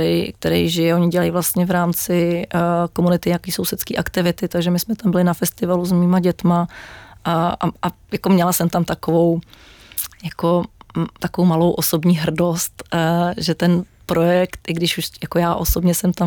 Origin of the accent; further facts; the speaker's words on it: Prague, Czechia; Ještě pořád jsme v létech mého mládí na Jižním městě